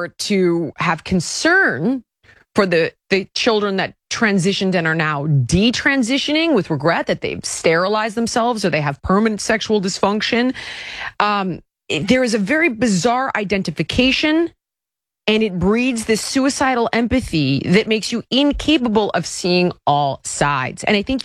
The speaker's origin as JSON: {"language": "English", "region": "California", "country": "United States", "tie": "born or raised there", "said": "which is why I think I was a liberal my whole life, on top of growing up in California"}